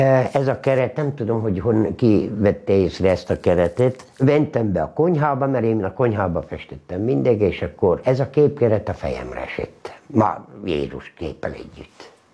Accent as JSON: {"language": "Hungarian", "town": "Ózd", "region": "Borsod-Abaúj-Zemplén", "country": "Hungary", "tie": "born there", "moved": "yes", "said": "Nem tudom elfelejteni Ózdot. Mert ott születtem, ott van minden gyökerem."}